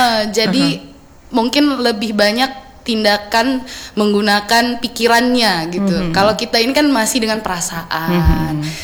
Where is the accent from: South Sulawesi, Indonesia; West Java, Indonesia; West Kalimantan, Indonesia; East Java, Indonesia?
West Kalimantan, Indonesia; Pontianak; Saya lahir besar di Kalimantan Barat, di Pontianak. Kalau ayah itu asli sukunya Bugis.